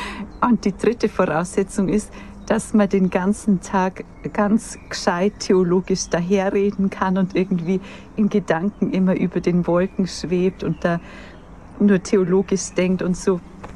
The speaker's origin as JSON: {"language": "German", "town": "Pottenstein", "region": "Bavaria", "country": "Germany", "tie": "born or raised there", "said": "bei uns in der Heimatpfarrei, ich komme aus Pottenstein, das ist nur Viertelstunde entfernt von Auerbach"}